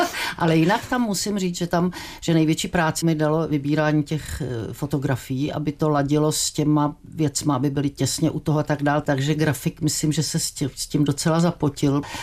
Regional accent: Strakonice, South Bohemian Region, Czechia; born there; now in Jeseníky, Czechia; Takže to asi tahle ta oblast, Vacovsko, Vimperk, Strakonice, to je, jsem se narodila ve Strakonicích, takže to je taková oblast, no.

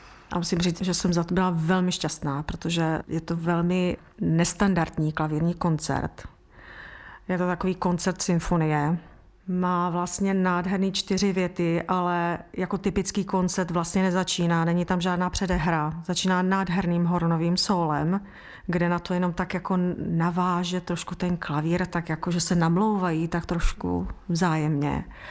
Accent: Brno, South Moravian Region, Czechia; Takže já, když jsem tam nastoupila, že jsem z Brna, tak on mě tam lapnul

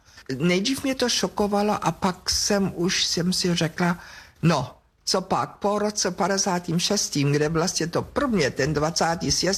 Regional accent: Germany; Czech is a second language; moved away as an adult; now in Prague, Czech Republic; Musím říct, nikdy mě nedal nikdo najevo, že jsem Němka.

